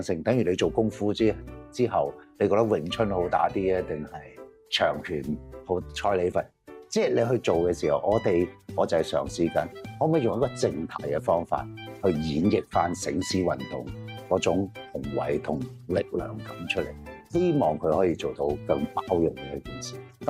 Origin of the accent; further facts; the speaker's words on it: Hong Kong; 作為一個真係本土土生土長香港人